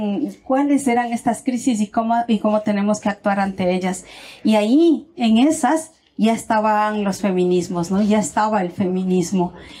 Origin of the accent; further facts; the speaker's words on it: Ecuador; moved away; soy migrante, soy una mujer migrada, soy ecuatoriana